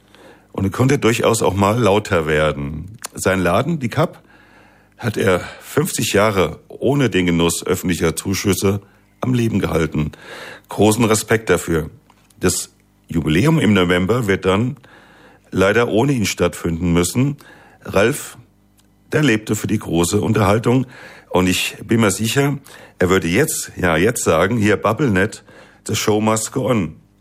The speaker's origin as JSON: {"language": "German", "town": "Frankfurt", "region": "Hesse", "country": "Germany", "tie": "born or raised there", "said": "Obwohl im Kamerun, also Gallus, aufgewachsen, bin auch ich ein Kind der Kapp in Eschersheim geworden, habe dort, wie so viele, viele andere Frankfurter Jugendliche, Musik als Tor zur Welt entdeckt."}